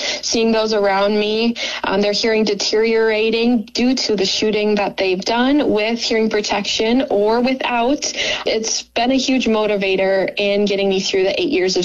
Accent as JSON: {"language": "English", "region": "Minnesota", "country": "United States", "said": "Like I said, I'm from Minnesota, so trying to get my roots here in Wisconsin"}